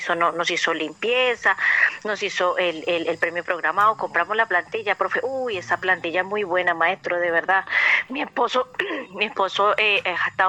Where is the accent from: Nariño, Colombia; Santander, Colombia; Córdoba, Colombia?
Córdoba, Colombia; Tierralta; Nosotros somos de Tierra Alta, Córdoba, pero la verdad estaba muy complicado el asunto, maestro.